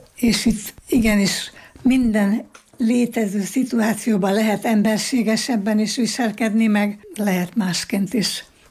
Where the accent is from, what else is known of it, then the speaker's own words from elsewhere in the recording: Felsőnána, Tolna, Hungary; also born or lived in Bajmok, Serbia (Bačka); és aztán 45-ben települtünk Felső-Nánára, ami Tolna megyei kis falu, és akkor ide kerültünk ebbe a faluba